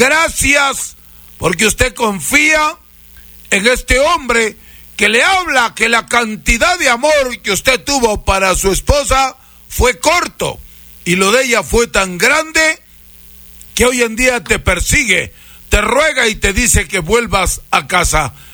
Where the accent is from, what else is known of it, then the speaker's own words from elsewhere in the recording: Huancabamba, Piura, Peru; un producto que traigo de mi tierra natal, las Guaringas de Huancabamba, Perú. Porque yo soy guaringuero, maestro, chamán, curador del Perú.